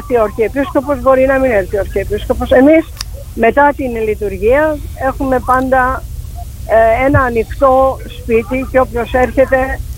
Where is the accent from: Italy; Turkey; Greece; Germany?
Turkey; Istanbul; moved away; είμαι από την Κωνσταντινούπολη. Όλοι οι Κωνσταντινούπολίτες, όλοι οι χριστιανοί, όλοι οι Ορθόδοξοι, αλλά περισσότερο οι γυναίκες από την πόλη, έχουμε έναν ιδιαίτερο δεσμό με την Παναγία.